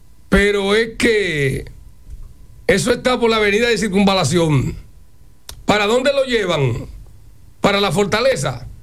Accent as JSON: {"language": "Spanish", "town": "San Juan de la Maguana", "region": "San Juan", "country": "Dominican Republic", "tie": "born or raised there", "moved": "yes", "lives_now": "Santo Domingo, Dominican Republic"}